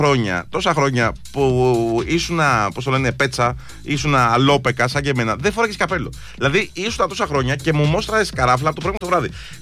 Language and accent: Greek; Greece